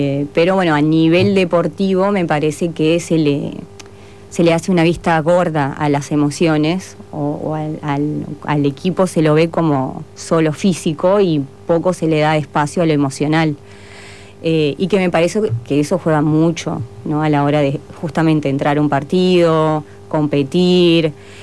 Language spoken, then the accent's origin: Spanish; Argentina; moved away as an adult; also born or lived in Brazil; now in Maldonado, Uruguay; Soy argentina, pero a los 19 me fui a Brasil a vivir. Estuve 13 años, estudié allá, hice la carrera allá y conocí a un uruguayo y me vine hace un año y medio.